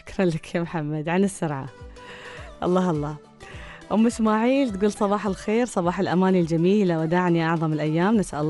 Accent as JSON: {"language": "Arabic", "country": "Oman", "said": "لأن إحنا كمجتمع عماني عندنا العيد في كثير من المظاهر"}